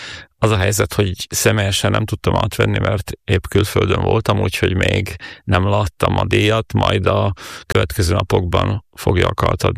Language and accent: Hungarian; Batka, Banská Bystrica Region, Slovakia; moved away; also born or lived in Rimavská Sobota; mikor a szülőfalum Batka díszpolgárral fogadott